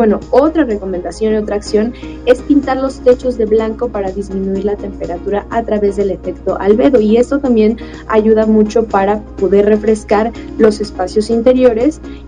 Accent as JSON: {"language": "Spanish", "country": "Mexico"}